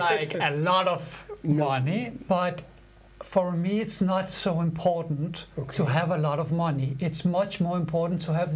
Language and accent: English; Denmark; I grew up here in Denmark